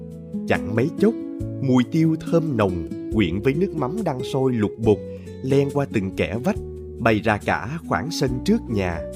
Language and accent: Vietnamese; Mekong Delta, Vietnam; những tháng ngày người miền Tây quê tôi còn chắc chiêu từng bữa cơm